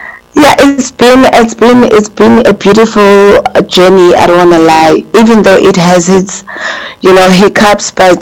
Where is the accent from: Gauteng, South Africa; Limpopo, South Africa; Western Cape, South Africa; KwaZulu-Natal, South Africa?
KwaZulu-Natal, South Africa; Newcastle; because in Newcastle, because I come from Newcastle, teachers would come and ask me.